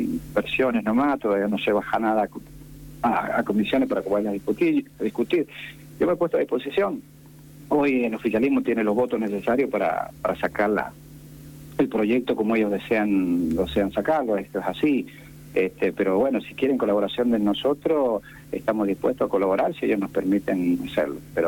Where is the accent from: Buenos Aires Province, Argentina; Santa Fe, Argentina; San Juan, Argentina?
San Juan, Argentina; siendo un sanjuanino